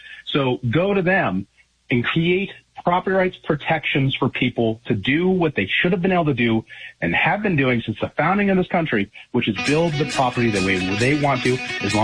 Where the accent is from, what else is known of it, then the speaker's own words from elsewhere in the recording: Montana, United States; So I've been in my home state for about 15 years doing public politics, doing the elections and legislation on the state level. And now what I'm doing after this Montana miracle in 2023 and 2025